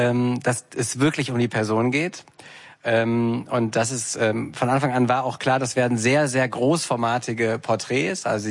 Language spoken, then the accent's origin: German; Cologne, North Rhine-Westphalia, Germany; now in Berlin, Germany; ich komme ursprünglich aus Köln, aber ich lebe jetzt schon einige Jahre in Schöneberg und habe mich von Anfang an sehr wohl dort gefühlt.